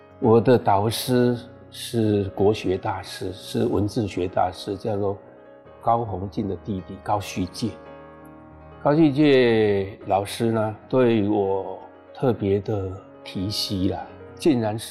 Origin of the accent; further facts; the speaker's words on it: Taoyuan, Taiwan; now in Taichung, Taiwan; 四颗石头，那是我出生地。